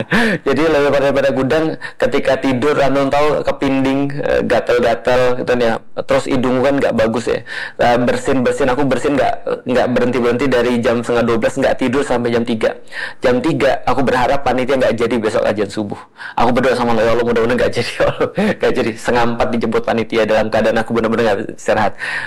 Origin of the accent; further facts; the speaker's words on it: Sumatra, Indonesia; Aku orang Sumatera.